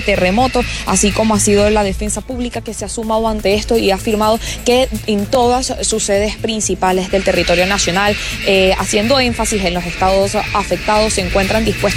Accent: Venezuela

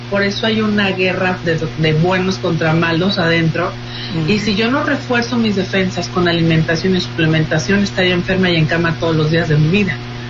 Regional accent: Mexico; pero decidí venirla a presentar a México, pues porque soy mexicana

